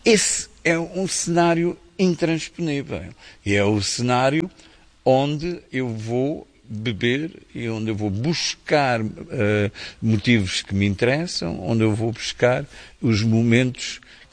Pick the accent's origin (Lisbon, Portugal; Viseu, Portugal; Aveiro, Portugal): Lisbon, Portugal; born there; não nasci em África, nem na Patagónia, nem na Austrália, nasci em Lisboa, na Europa, no ocidente da Europa.